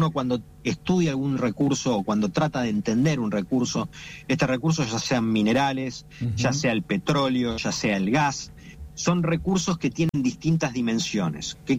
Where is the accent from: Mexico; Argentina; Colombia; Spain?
Argentina